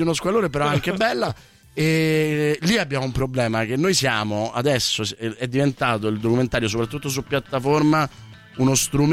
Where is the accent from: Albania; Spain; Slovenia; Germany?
Slovenia; Djokovic, lo odio perché sono sloveno, lo odio perché è pazzo, lo odio perché è Novax.